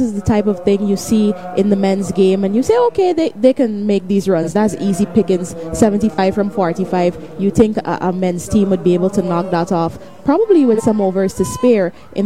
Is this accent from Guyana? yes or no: yes; Georgetown, Demerara-Mahaica, Guyana; when I get back to Guyana.